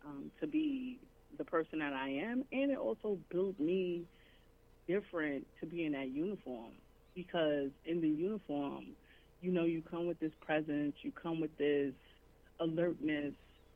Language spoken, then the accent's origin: English; Harlem, New York, United States; I was serving the community that raised me.